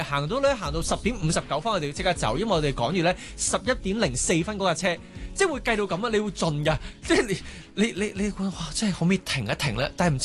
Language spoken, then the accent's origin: Cantonese; Hong Kong; 我哋香港人咁心急